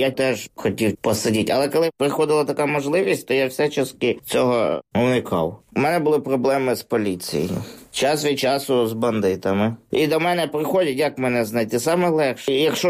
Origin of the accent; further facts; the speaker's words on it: Vyshneve, Kyiv Oblast, Ukraine; Народився в Києві, потім десь через півроку бабуся отримала квартиру, ми переїхали жити у Вишневе. З самого дитинства я живу у Вишневе.